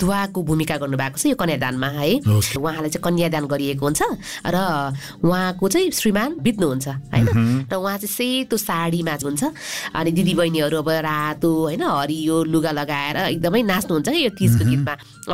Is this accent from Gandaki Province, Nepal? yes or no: yes; Gandaki Province, Nepal; now in Kathmandu, Nepal; म सानो हुँदाखेरि हामी चाहिँ स्याङ्जाको सदरमुकामा बस्थ्यौँ दाजु, है, काठमाडौँ आउनुभन्दा अगाडि चाहिँ।